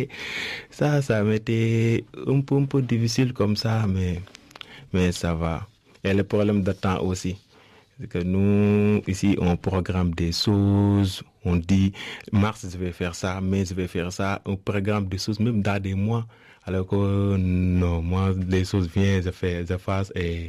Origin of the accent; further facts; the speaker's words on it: Senegal; moved away as an adult; now in France; nous, en tant que Sénégalais